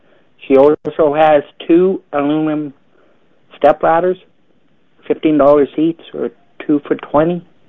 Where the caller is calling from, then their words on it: Canada; Calling from the Langley area.